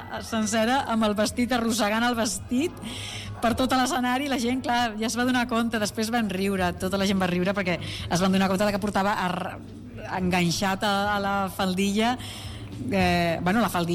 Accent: Barcelona, Catalonia, Spain; now in Madrid, Spain; Perquè sóc del Mediterrani. I quan vaig marxar tan jovenet a viure a Madrid, sempre m'he enyorat molt del mar

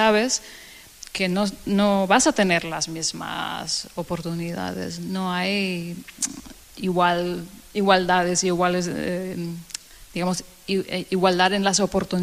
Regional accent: Denmark; Spanish is a second language; moved away as an adult; now in Barcelona, Spain; lo he mantenido en 20 años, todo el tiempo que he estado aquí viviendo en Barcelona, porque yo soy de Dinamarca

